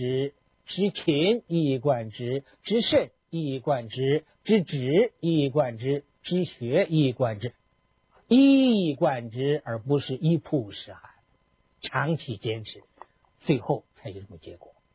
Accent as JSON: {"language": "Chinese", "country": "China"}